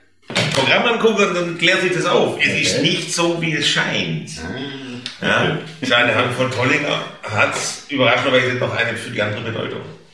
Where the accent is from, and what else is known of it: Stuttgart, Baden-Württemberg, Germany; accent: Swabian